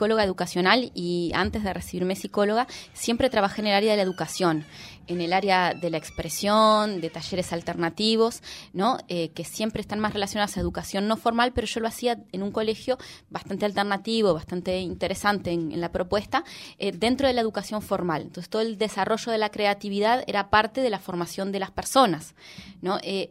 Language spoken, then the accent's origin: Spanish; Montevideo, Uruguay; soy uruguaya, vengo de Montevideo